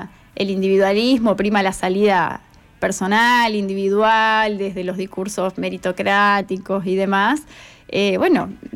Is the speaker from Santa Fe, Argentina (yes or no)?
yes; Capitán Bermúdez, Santa Fe, Argentina; moved away as an adult; now in Rosario, Argentina; soy de Capitán Bermúdez.